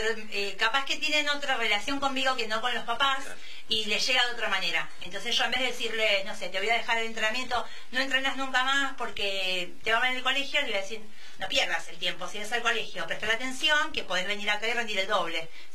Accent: Argentina; pero bueno, siempre también como buenos argentinos le ponemos el pecho y salimos adelante.

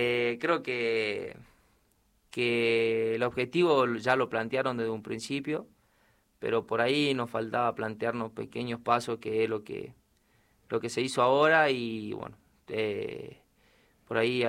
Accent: Salta, Argentina; los que somos de Salta

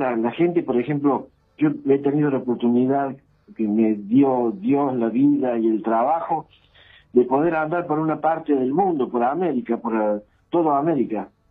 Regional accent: Córdoba, Argentina; accent: Cordoban tonada; Buenos Aires no me gusta mucho. Soy más bien campechano, más bien cordobés, más bien la sierra, el río y mi tonada.

